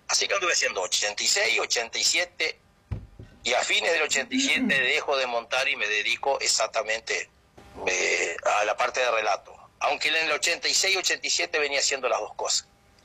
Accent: Paysandú, Uruguay; yo soy de Paysandú

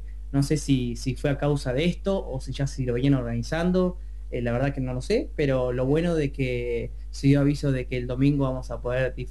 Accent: General Villegas, Buenos Aires Province, Argentina; soy acá de Villegas

